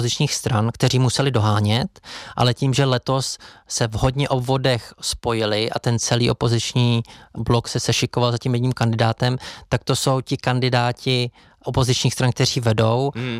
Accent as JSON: {"language": "Czech", "town": "Hradec Králové", "region": "Hradec Králové Region", "country": "Czechia", "said": "já sám jsem Hradečák"}